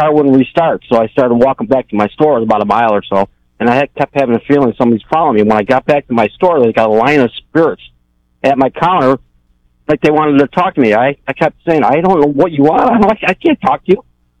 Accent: New York, United States; now in Maui, United States

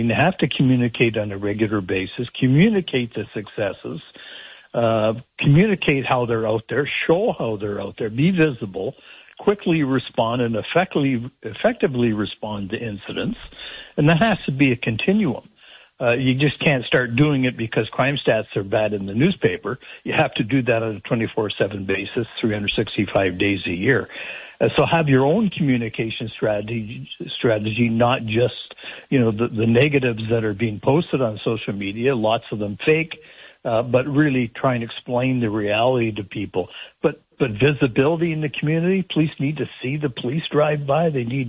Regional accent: Sault Ste. Marie, Ontario, Canada; I grew up in Sault Ste. Marie

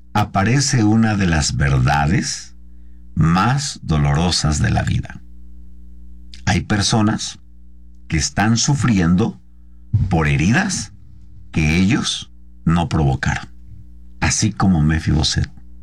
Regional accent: Mexico City, Mexico; also born or lived in Gómez Palacio, Durango; Cuando ese señor, nosotros somos de Gómez Palacio, Durango. Cuando este señor se junta con mi mamá, nos trae a la Ciudad de México.

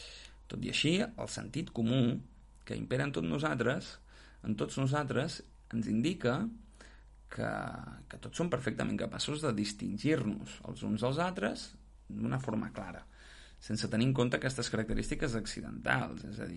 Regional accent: Catalonia, Spain; possiblement a continuació doncs diria que sóc un noi de 26 anys i potser per acabar doncs afegiria que sóc català

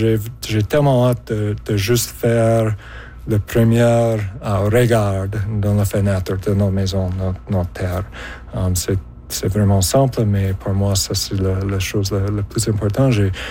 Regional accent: Alberta, Canada; moved away; Je suis en Alberta pour faire deux choses. Principalement, je dirais, j'étais en congé pendant la semaine passée sur la ferme où j'ai grandi.

